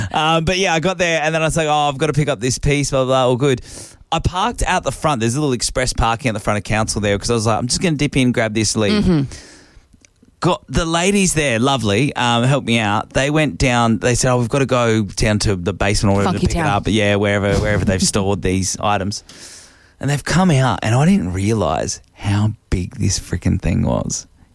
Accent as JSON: {"language": "English", "country": "Australia", "said": "I'm Australian"}